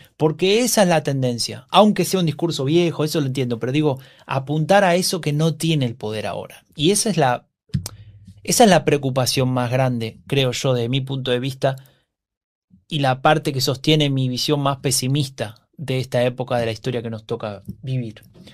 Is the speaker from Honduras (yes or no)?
yes; Honduras; now in United States; Soy hondureño en USA.